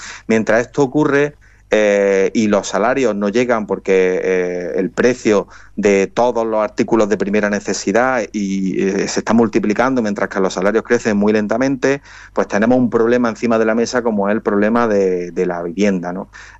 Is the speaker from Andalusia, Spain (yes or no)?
yes; Andalusia, Spain; en Andalucía, en mi país